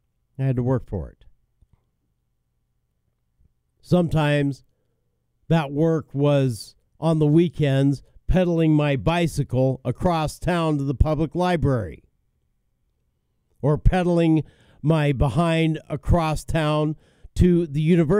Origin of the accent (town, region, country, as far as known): Wyoming, United States; born there